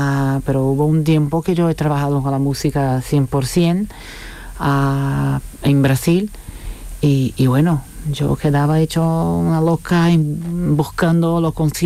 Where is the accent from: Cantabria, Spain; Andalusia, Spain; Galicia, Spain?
Andalusia, Spain; Chipiona; also born or lived in Brazil; Pues de Chipiona.